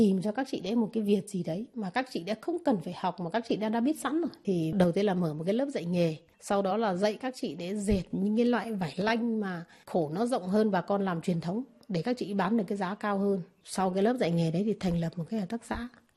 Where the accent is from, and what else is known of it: Ha Giang, Vietnam